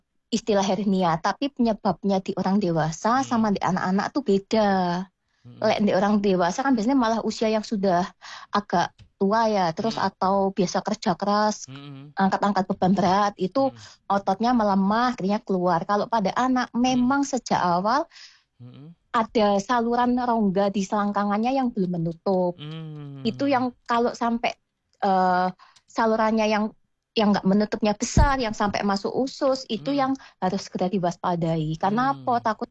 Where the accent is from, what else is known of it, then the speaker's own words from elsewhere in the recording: Blitar, East Java, Indonesia; Mboten. Oh, saya dari Blitar.